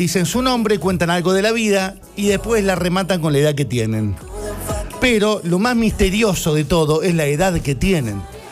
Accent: La Pampa, Argentina; now in Córdoba, Argentina; Soy de La Pampa, pero vivo en Córdoba. Extraño mucho a mi familia y tengo.

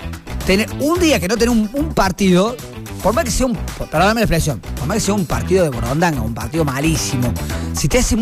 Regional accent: Argentina; Soy argentino todos los días.

